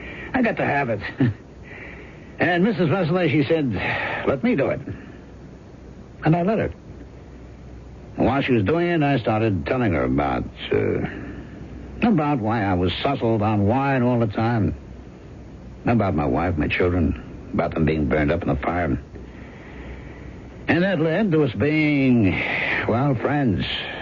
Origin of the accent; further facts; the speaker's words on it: San Francisco, California, United States; Oh, no, me. I'm an American. Born and bred. San Francisco.